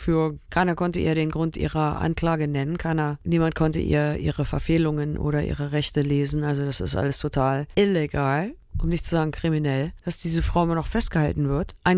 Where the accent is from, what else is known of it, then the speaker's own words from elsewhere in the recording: Germany; born there; Wenn man so prinzipientreu aufgewachsen ist in Deutschland